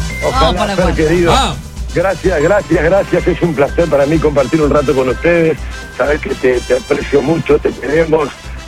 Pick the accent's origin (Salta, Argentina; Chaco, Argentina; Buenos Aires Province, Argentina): Buenos Aires Province, Argentina; La Plata; mi mujer es, nosotros somos platenses, muy pincharrata.